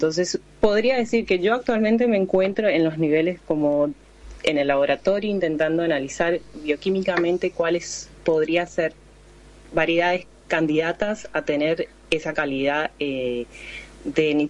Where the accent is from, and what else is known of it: Argentina; moved away as an adult